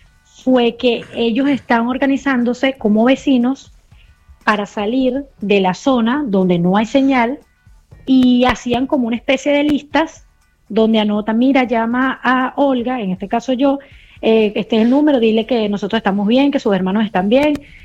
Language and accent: Spanish; Venezuela; como venezolanos y como seres humanos que somos.